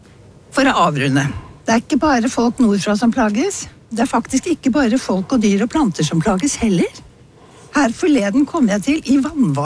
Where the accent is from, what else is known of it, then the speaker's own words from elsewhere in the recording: Oslo, Norway; now in Trøndelag, Norway; Selv vokste jeg opp i Oslo